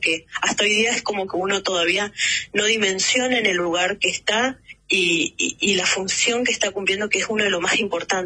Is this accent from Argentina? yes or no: yes; Formosa, Argentina; born there; now in Río Grande, Argentina; porque ambos nacimos en la provincia de Formosa.